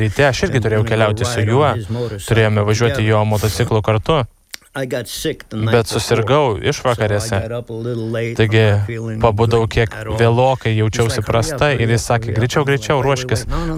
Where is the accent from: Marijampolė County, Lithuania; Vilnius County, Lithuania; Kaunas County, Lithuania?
Marijampolė County, Lithuania; Griškiabūdis; also born or lived in Klaipėda; aš gimiau Klaipėdoje ir 6 mėnesių pradėjau gyventi su močiute Griškiabūdyje, užaugau ūkyje ten